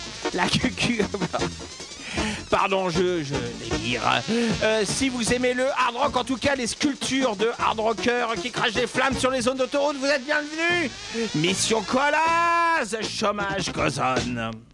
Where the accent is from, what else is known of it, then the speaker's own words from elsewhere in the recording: Grand Est, France; En tout cas, nous sommes du même monde, puisque nous sommes du Grand Est.